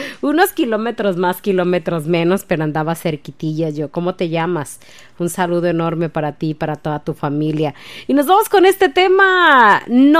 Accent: Michoacán, Mexico; Yo soy de Michoacán. Arriba, Michoacán.

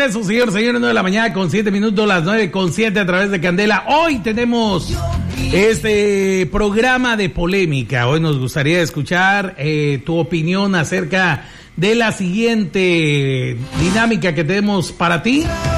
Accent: Mexico; los mexicanos somos bien fiesteros

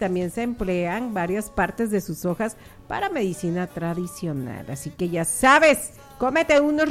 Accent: Mexico; porque somos mexicanos

